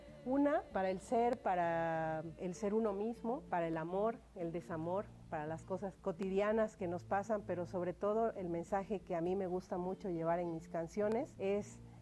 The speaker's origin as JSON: {"language": "Spanish", "region": "Chiapas", "country": "Mexico", "said": "empezando porque somos de Chiapas los dos, somos chiapanecos, traemos como que el color, la cultura y la música de Chiapas a nuestros proyectos."}